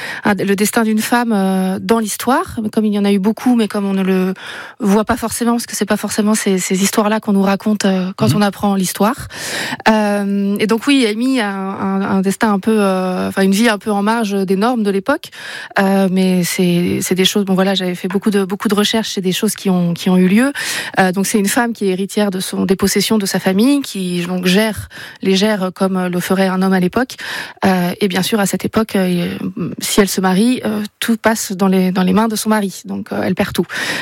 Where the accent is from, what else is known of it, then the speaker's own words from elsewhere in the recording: Laval, Pays de la Loire, France; now in Bayonne, France; De Laval même, j'ai grandi à Hilard.